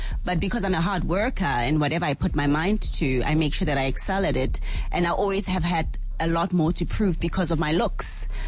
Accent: KwaZulu-Natal, South Africa; because I was also from the Midlands

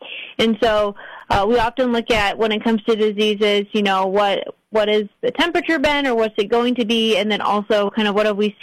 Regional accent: Iowa, United States; Yeah, so I grew up on a farm in Northwest Iowa, and then after I graduated high school, I went to Iowa State where I majored in agronomy

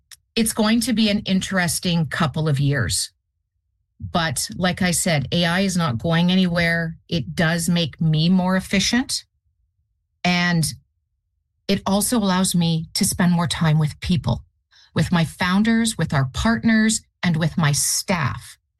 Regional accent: Canada; as a Canadian

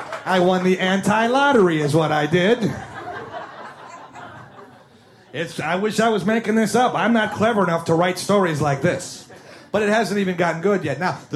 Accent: Milwaukee, Wisconsin, United States; When I grew up in Milwaukee, I grew up in the 70s. I'm getting older now

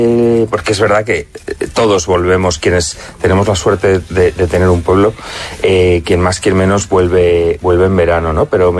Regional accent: Castile and León, Spain; Pero estuve en mi pueblo, el típico pueblo español, en la provincia de Zamora

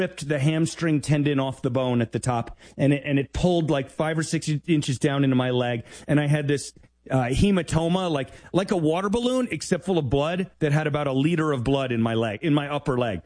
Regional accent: New York, United States; moved away; And I'm originally from New York

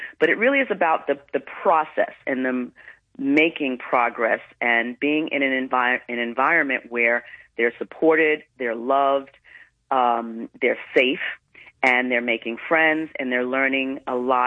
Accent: New York City, New York, United States; I'm from Jamaica, Queens, New York

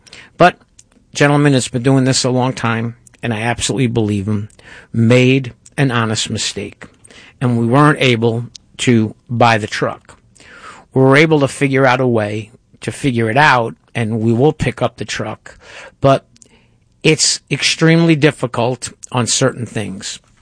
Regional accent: New York, United States

